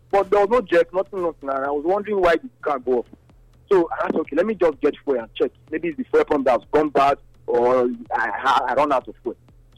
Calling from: Benin City, Edo, Nigeria; I'm calling from Second Circular.

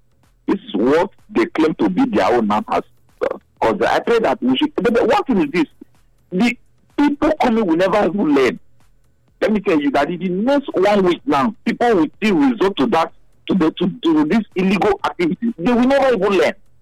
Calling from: Benin City, Edo, Nigeria; from Benin.

